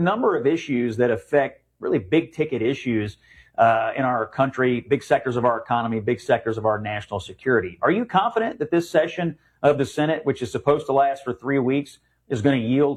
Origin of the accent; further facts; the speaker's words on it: Kentucky, United States; when Mitch McConnell from Kentucky, my home state, came back on the floor last night